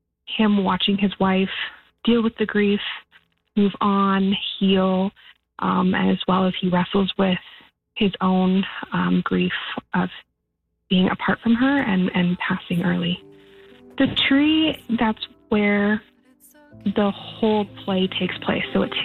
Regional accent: Prince Rupert, British Columbia, Canada; I was born and raised in Prince Rupert.

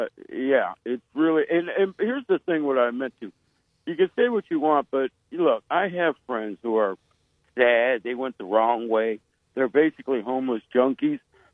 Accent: Ravenna, Ohio, United States; I grew up in Portage County. I went to my old hometown.

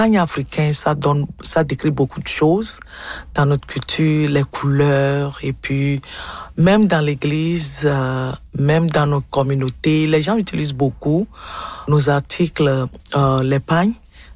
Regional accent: Togo; now in Winnipeg, Canada; je suis togolaise

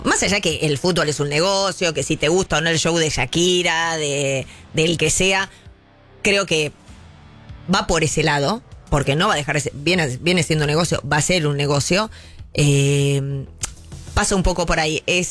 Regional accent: Argentina

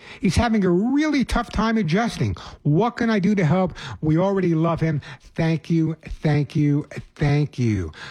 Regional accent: New York City, New York, United States; When I was growing up in the Bronx

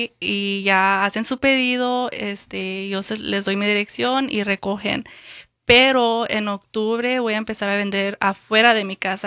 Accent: Mexico; soy mexicana, me gustan cosas mexicanas, mazapán, horchata, tres leches

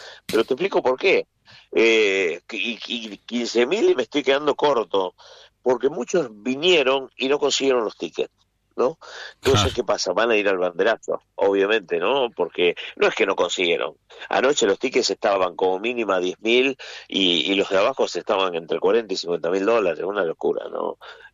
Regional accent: Argentina; moved away; yo hace 25 que estoy acá y ya no lo pienso como argentino

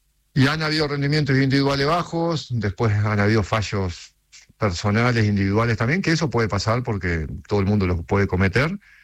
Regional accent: Uruguay; A ver, nosotros como uruguayos, a ver, sabemos que el público uruguayo es un público muy crítico

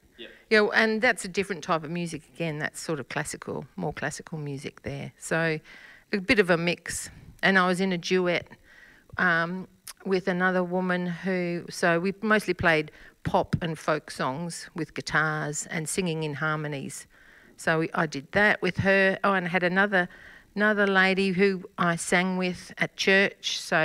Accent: Queensland, Australia; also born or lived in Tanunda; now in Port Augusta, Australia; I've been here 33 years, but I grew up in Queensland. And then after a while, I went and lived in Tanunda for a couple of years.

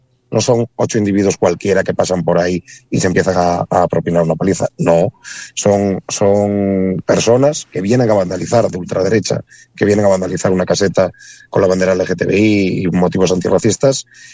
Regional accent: Cerredo, Asturias, Spain; aunque yo soy natural de Cerredo, en Asturias.

